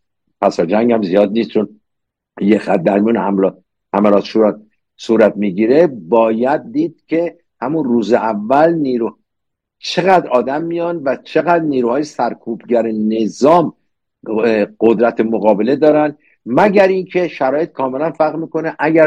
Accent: Iran; moved away

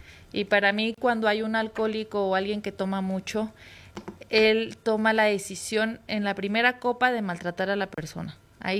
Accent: Zinapécuaro, Michoacán, Mexico; Sinapecuaro, Michoacán.

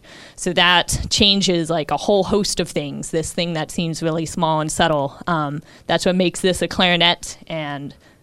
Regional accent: Midwest, United States; moved away as an adult; also born or lived in Wisconsin; now in Pittsburgh, United States; undergrad, which I did back in Wisconsin, I'm from the Midwest

